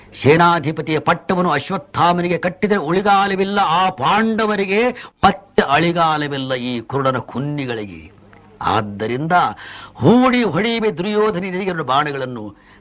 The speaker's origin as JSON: {"language": "Kannada", "town": "Hanumasagar", "region": "Karnataka", "country": "India", "tie": "born there", "said": "ನಂದು ಹುಟ್ಟಿದ ಸ್ಥಳ ರಾಯಚೂರು ಡಿಸ್ಟಿಕ್ಟ್ ಕುಷ್ಟಗಿ ತಾಲೂಕು ಹನುಮಸಾಗರ ಅಂತ."}